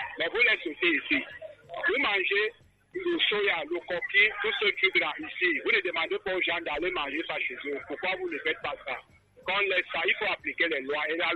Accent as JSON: {"language": "French", "town": "Yaoundé", "region": "Centre", "country": "Cameroon", "tie": "born there", "said": "Moi, je suis né ici à Yaoundé. Je suis de Barabalou."}